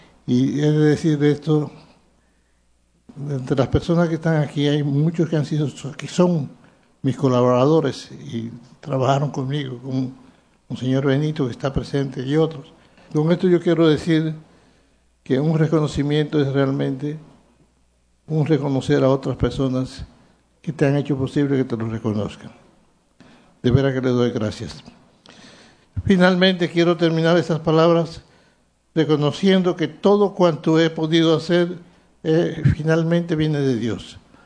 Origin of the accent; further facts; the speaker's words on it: Dominican Republic; seguiré sirviendo a la Iglesia y a mi pueblo amado dominicano hasta el último día de mi vida.